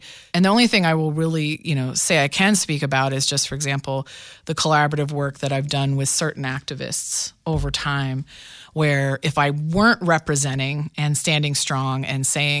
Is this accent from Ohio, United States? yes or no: yes; Mansfield, Ohio, United States; I'm from Mansfield, Ohio, and my histories are from this area